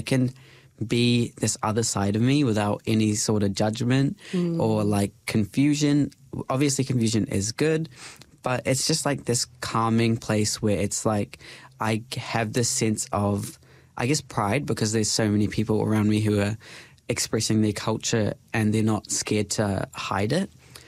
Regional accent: New Zealand; Like, I am from New Zealand. I came over

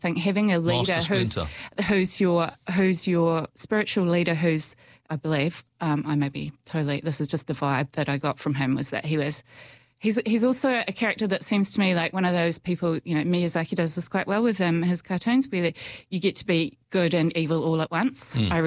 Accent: Nelson, New Zealand; when I was growing up in Nelson.

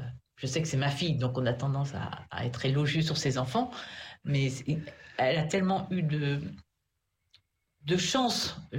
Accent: Nantes, Pays de la Loire, France; moved away as an adult; now in La Rochelle, France; je suis nantaise

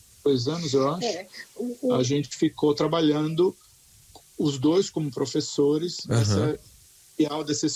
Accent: Santos, São Paulo, Brazil; a cidade de Santos, de onde a gente é

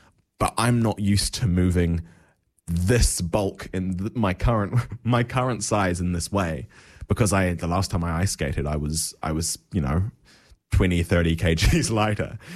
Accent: Southland, New Zealand; growing up in the South Island, right? Like, so like, the nearest town to me growing up was Gore, and Gore had a really good ice rink

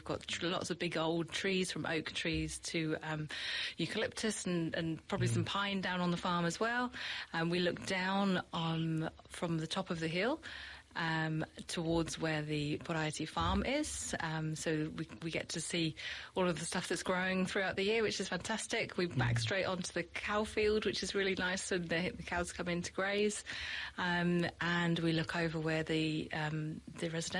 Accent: United Kingdom; now in New Zealand; So clearly my accent is not a Kiwi accent, so I'm from the UK. We moved out here 2026 to New Zealand.

